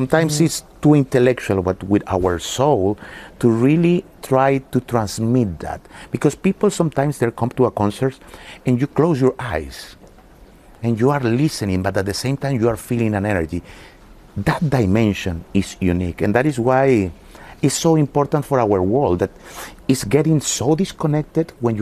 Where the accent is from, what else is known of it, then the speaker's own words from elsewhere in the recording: Barquisimeto, Lara, Venezuela; in my hometown, Barquisimeto.